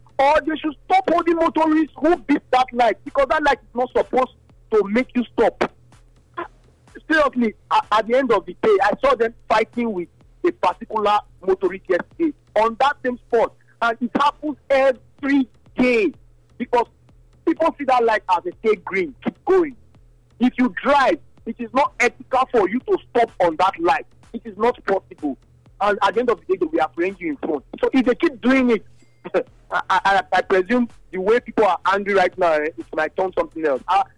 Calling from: Benin City, Edo, Nigeria; I'm calling from Second Circular.

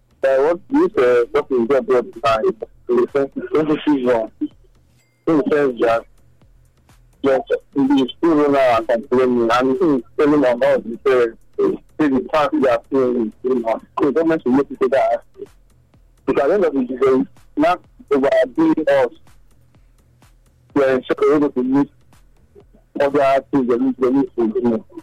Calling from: Nigeria; I'm calling from Nigeria.

